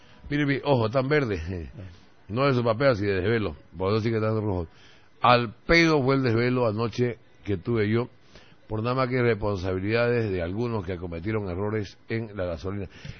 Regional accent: eastern lowlands, Bolivia; según ellos yo escuchaba, somos los cambas los culpables.

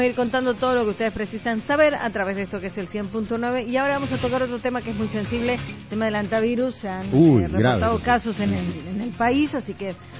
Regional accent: Bolivia; nosotros como bolivianos

